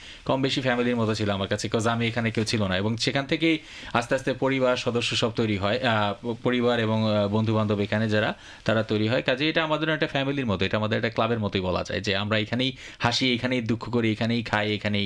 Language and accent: Bangla; Bangladesh; now in Australia; আমরা বাঙালি, আমরা বাংলাদেশ থেকে এসেছি, কিন্তু আমরা কিন্তু একই সাথে অস্ট্রেলিয়ান নাগরিকও